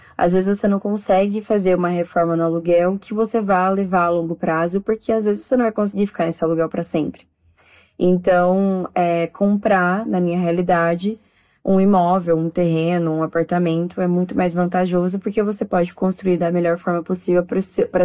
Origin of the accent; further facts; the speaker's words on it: Uberlândia, Minas Gerais, Brazil; eu tenho 23 anos, sou de Uberlândia, Minas Gerais